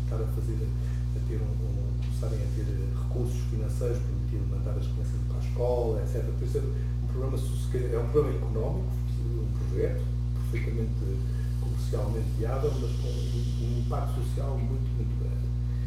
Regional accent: Portugal; eu vejo sobretudo como português, nós, como portugueses

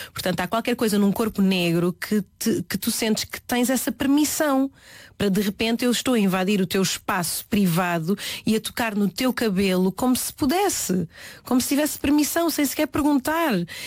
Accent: Oeiras, Lisbon, Portugal; accent: Oeiras; eu nasci em Oeiras, o que é que queriam que eu falasse?

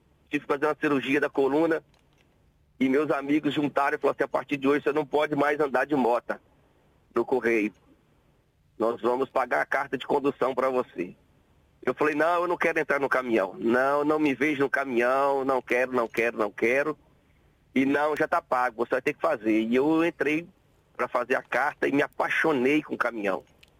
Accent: Teófilo Otoni, Minas Gerais, Brazil

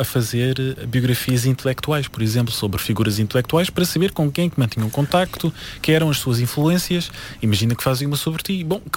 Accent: Almada, Setúbal, Portugal; a minha terra da Almada

